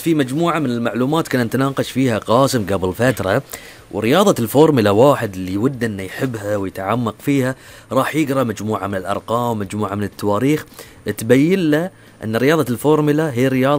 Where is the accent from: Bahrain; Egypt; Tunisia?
Bahrain; إحنا كشعب بحريني.